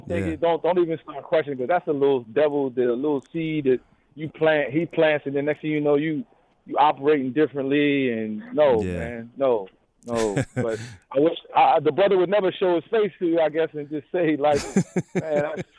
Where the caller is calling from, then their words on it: Myrtle Beach, South Carolina, United States; I'm calling from Myrtle Beach right now, but I live in Triple Hills.